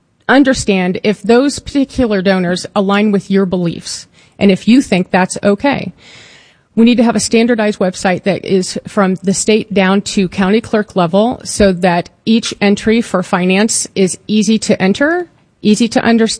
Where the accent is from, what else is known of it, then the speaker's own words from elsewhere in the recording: Indiana, United States; Born and raised in Indiana